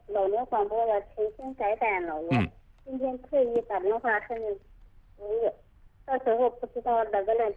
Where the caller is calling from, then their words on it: Wuwei, Anhui, China; 我是无为的。